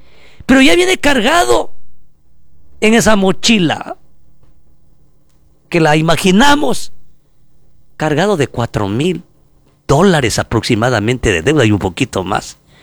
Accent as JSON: {"language": "Spanish", "country": "Ecuador", "said": "Nosotros como ecuatorianos hacemos votos porque a este gobierno le vaya bien."}